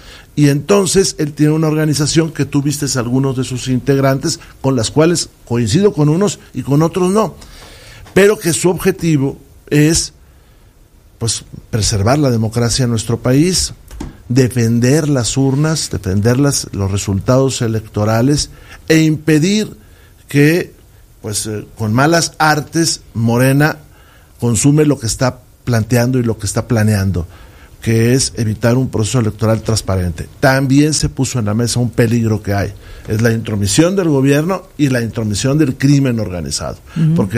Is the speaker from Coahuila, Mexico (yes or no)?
yes; Saltillo, Coahuila, Mexico; se venden allá en Saltillo, es pan de pulque también. De esa fusión entre tlaxcaltecas y españolas, que es mi pueblo querido.